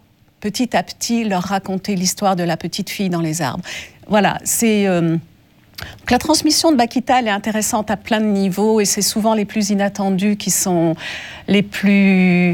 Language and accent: French; France; accent: French; mon accent français.